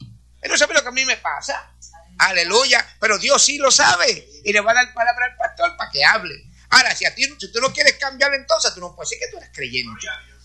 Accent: Corozal, Puerto Rico; moved away; allá en mi isla, especialmente en el pueblo de Corozal

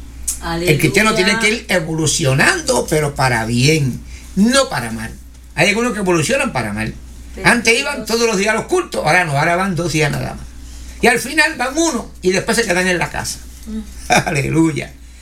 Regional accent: Puerto Rico; now in Pennsylvania, United States; no solamente en mi patria, en mi país Puerto Rico, sino en otros lugares del mundo. Y ahora estamos establecidos aquí en Pensilvania, en los Estados Unidos

